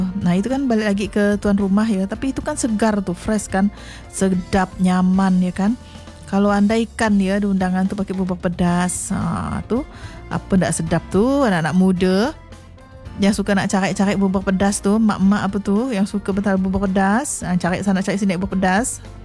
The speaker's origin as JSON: {"language": "Indonesian", "town": "Sambas", "region": "West Kalimantan", "country": "Indonesia", "said": "kalau kita orang Sambas nih, nah biasanya ada bubur padas ya, bubur padas, wah nikmat."}